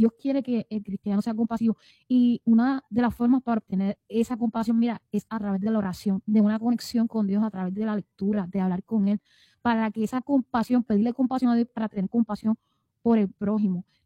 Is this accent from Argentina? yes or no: no; Puerto Rico; Somos boricua aquí también. Todo el mundo que pisa Puerto Rico es boricua.